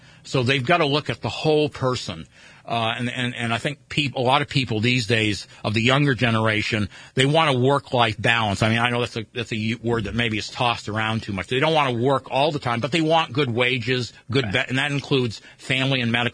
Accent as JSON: {"language": "English", "country": "United States", "tie": "born or raised there", "said": "I grew up in America"}